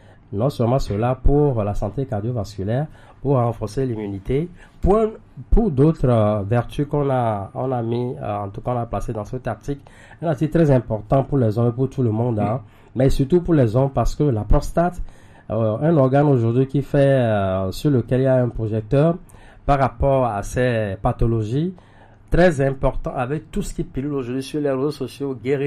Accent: Togo; chez nous au Togo

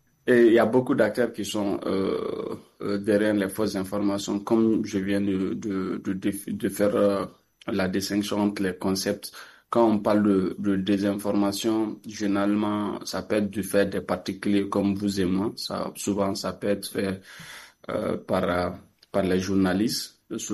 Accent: Mali; chez nous, au Mali

